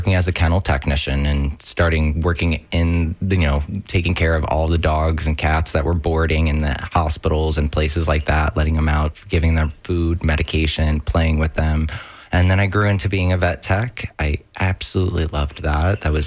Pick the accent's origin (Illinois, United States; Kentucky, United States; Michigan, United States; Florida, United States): Florida, United States; St. Petersburg; now in Lutz, United States; I was raised in St. Pete, you know, and I moved back home about 2021, and I just couldn't afford to move back to St. Pete at that time.